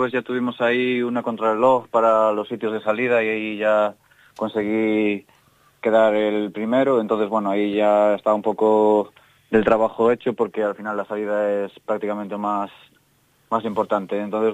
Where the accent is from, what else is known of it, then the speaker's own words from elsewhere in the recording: Pontevedra, Galicia, Spain; yo soy de Pontevedra.